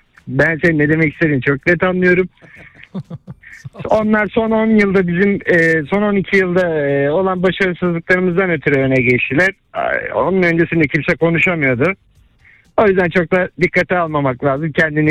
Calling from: Istanbul, Turkey; Gaziosman Paşa'da yaşıyorum.

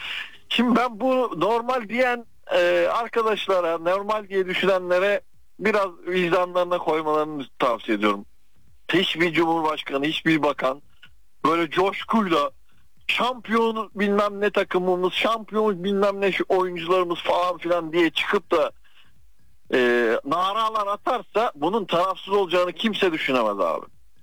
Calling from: Bursa, Turkey; Bursa'dan arıyorum.

